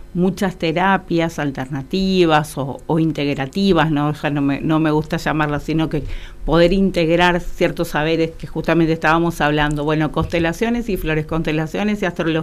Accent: Ituzaingó, Corrientes, Argentina; me crié en un lugar, en Ituzaingó, en Corrientes, donde había mucho intercambio de gente

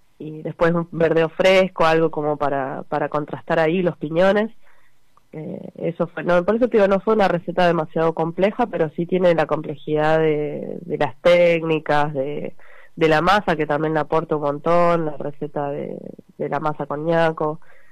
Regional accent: Zapala, Neuquén, Argentina; Sí, yo soy de Zapala, nací y criada ahí.

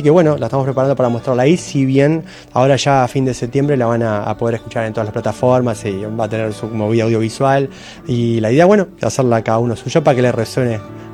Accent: Uruguay; lo que nos une como uruguayos

